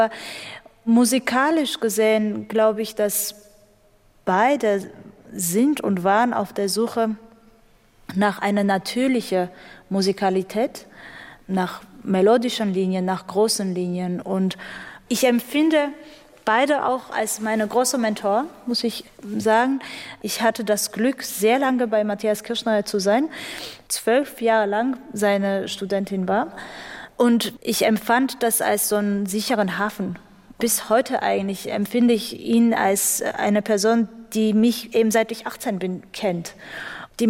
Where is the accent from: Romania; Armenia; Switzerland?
Armenia; now in Rostock, Germany; Ich vermisse Armenien als mein Heimatland schon, aber eben für andere Sachen, eben für das Essen, für die Menschen und für meine Familie, die dort noch lebt. Aber Rostock ist meine zweite Heimat geworden, tatsächlich.